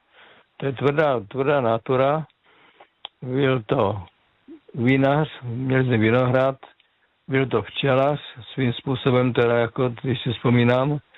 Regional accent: Žeravice, South Moravian Region, Czechia; Já pocházím z Moravskoslovácka, to jsem už několikrát říkal, z městečka Žeravice se to jmenuje, mezi Kyjovem a Vzencem. Já jsem se narodil a tam prostě na té, ono to bylo městečko

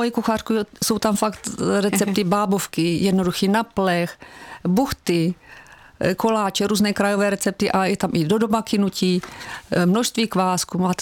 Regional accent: Moravia, Czechia; protože jsem přijela z Moravy, u nás se pije slivovička

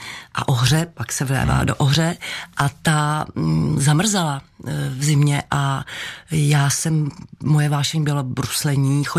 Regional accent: Karlovy Vary, Karlovy Vary Region, Czechia; also born or lived in Cheb; porodnice byla Cheb. Já jsem v Chebu potom vlastně nikdy nebydlela, nežila. Ale podstatnou část dětství a mládí jsem prožila v Karlových Varech

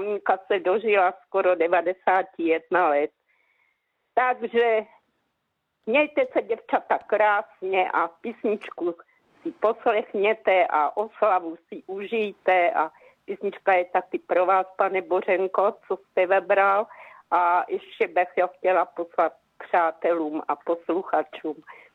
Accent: Moravičany, Olomouc Region, Czechia; now in Dobrovice, Czech Republic; já už jsem taky 70 let rodačka z Moravičan, teď bydlím pár měsíců na novým krásným bydlení v Dobravici, to je kilometr od Moravičan.

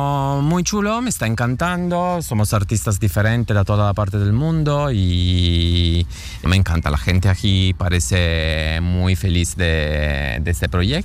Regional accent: Turin, Piedmont, Italy; Spanish is a second language; moved away; Soy un artista italiano de Torino, del norte de Italia.

